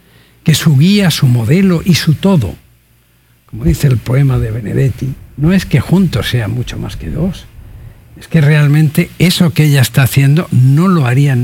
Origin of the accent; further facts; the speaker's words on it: Mexico; como mexicano de a pie